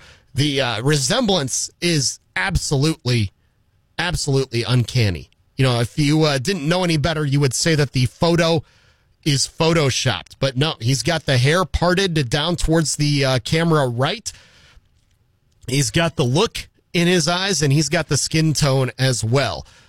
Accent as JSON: {"language": "English", "region": "South Dakota", "country": "United States", "tie": "born or raised there", "said": "He was in my home state of South Dakota this weekend for the 4th of July fireworks show at Mount Rushmore."}